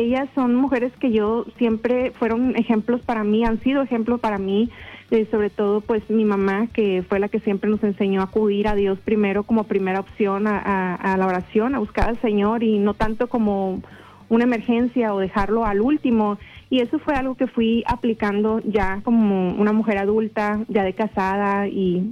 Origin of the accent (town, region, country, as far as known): Houston, Texas, United States; born there